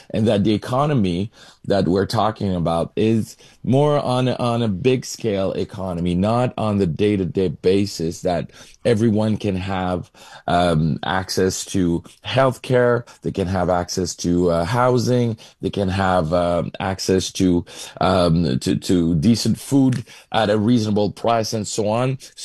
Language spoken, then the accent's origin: English; Canada; as a Canadian